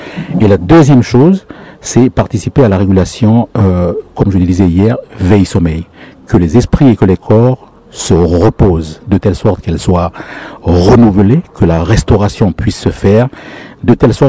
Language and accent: French; Lifou, Loyalty Islands Province, New Caledonia